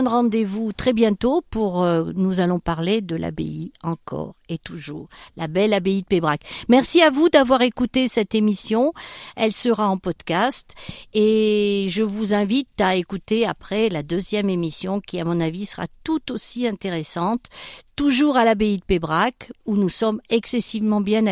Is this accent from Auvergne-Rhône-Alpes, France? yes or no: yes; Le Puy-en-Velay, Auvergne-Rhône-Alpes, France; Donc, nous, on vient du Puy.